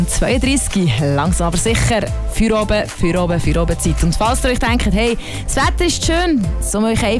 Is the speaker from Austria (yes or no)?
no; Switzerland; meine Heimatstadt. Das schönste Plätzchen von der Schweiz.